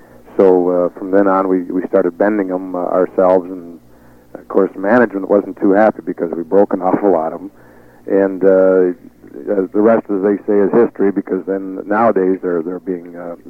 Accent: Canada; As you said, I was raised in Canada, so I learned all my hockey in Canada.

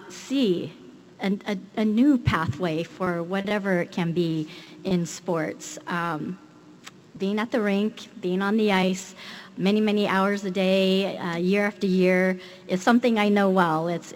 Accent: Bay Area, California, United States; I also grew up here in the Bay Area

